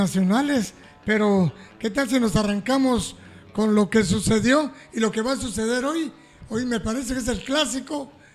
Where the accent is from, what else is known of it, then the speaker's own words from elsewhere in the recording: Guatemala; Hablando en buen chapín, no como mexicano, sino en buen chapín